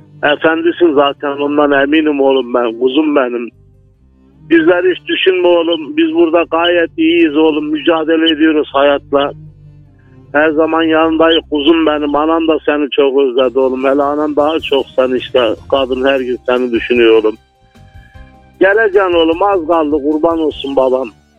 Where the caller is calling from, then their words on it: Ceyhan, Adana, Turkey; Adana Ceyhan'dan arıyorum.